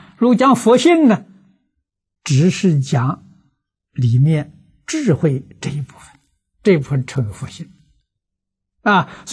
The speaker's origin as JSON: {"language": "Chinese", "country": "China", "said": "我们中国人讲，人之初性本善"}